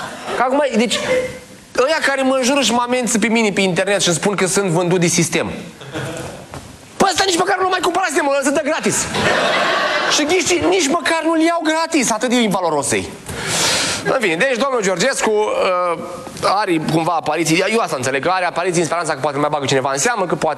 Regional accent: Romania; Ați observat că noi nu prea, ca români, noi nu vorbim în, când avem sume mai mari, noi nu mai vorbim în lei

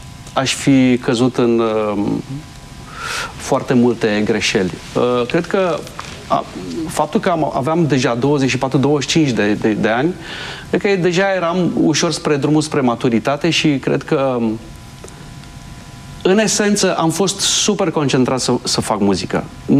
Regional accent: Baia Mare, Maramureș County, Romania; moved away as an adult; also born or lived in Sălaj; now in Bucharest, Romania; M-am născut în Sălaj, am copilărit în Maramureș, în Baia Mare, și la 18 ani m-am mutat în București.

